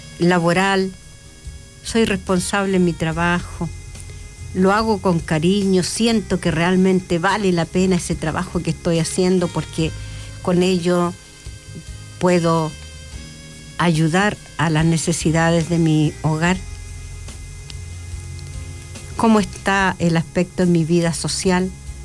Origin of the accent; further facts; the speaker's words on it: Chile; nosotros, los chilenos, sabemos lo que significa eso.